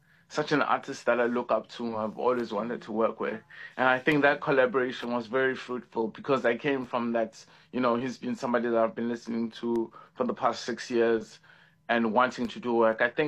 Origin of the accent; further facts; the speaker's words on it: South Africa; I think I'm trying to live between the two countries and work as a South African artist, both in South Africa and also Paris.